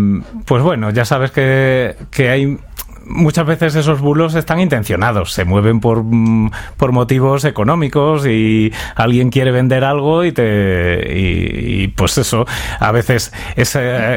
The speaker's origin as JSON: {"language": "Spanish", "town": "Mérida", "region": "Extremadura", "country": "Spain", "said": "Yo, como soy de Mérita Augusta"}